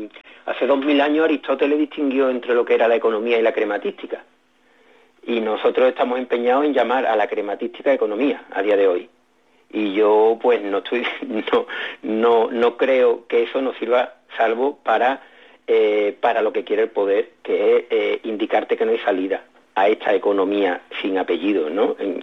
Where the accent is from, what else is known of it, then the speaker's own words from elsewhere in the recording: Morón de la Frontera, Andalusia, Spain; yo soy de Morón de la Frontera, entonces aquí el flamenco como que lo tienes ahí detrás, ¿no?